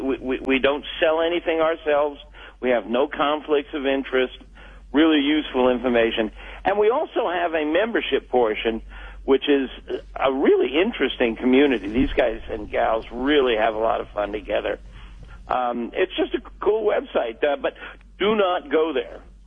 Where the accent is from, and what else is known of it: Florida, United States; born or raised there